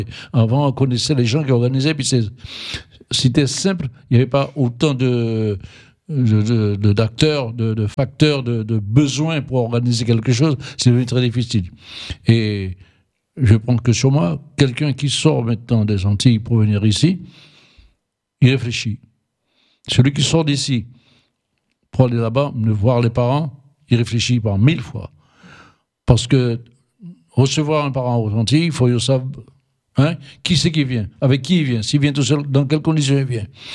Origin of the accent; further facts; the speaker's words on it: French Guiana; now in France; moi je suis Guyanais